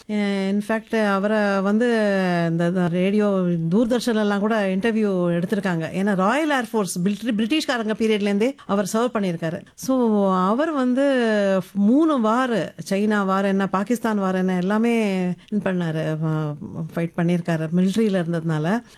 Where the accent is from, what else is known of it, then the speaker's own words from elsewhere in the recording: Agra, Uttar Pradesh, India; born there; நான் வந்து ஆக்ரால தான் பிறந்தேன்